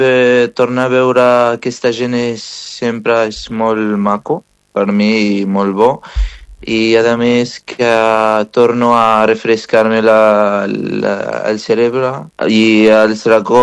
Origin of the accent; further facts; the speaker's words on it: Algeria; moved away as an adult; now in Spain; Jo sóc d'Algèria. Vaig arribar, porto 3 anys aquí en Espanya.